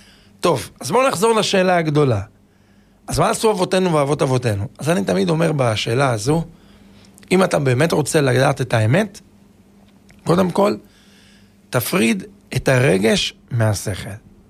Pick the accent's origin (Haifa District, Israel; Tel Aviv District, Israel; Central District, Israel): Central District, Israel; Netanya; אני זוכר אפילו בתור ילד בנתניה, אני זוכר לפני 40 שנה אנשים היו פותחים ספרים